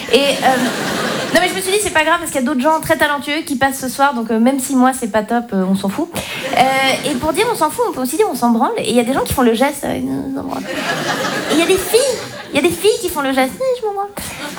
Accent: Switzerland; moved away; Moi je suis Suisse.

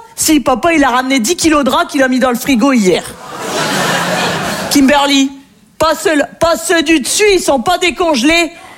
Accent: Hauts-de-France, France

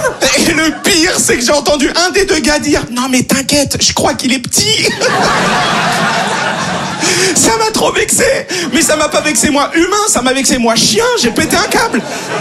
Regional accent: Lyon, Auvergne-Rhône-Alpes, France; Je dis non, je suis de Lyon.

